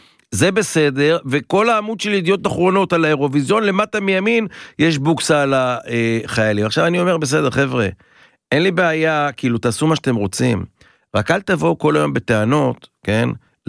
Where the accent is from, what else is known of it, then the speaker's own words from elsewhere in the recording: Tel Aviv, Tel Aviv District, Israel; אנחנו תל אביבים, מי שישמע, כן?